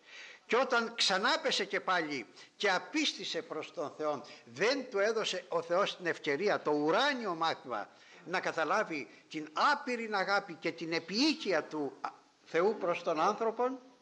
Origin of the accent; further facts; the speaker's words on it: Ikaria, North Aegean, Greece; moved away; στην πατρίδα μου την Ικαρία, όπου έχω ησυχία όταν πάω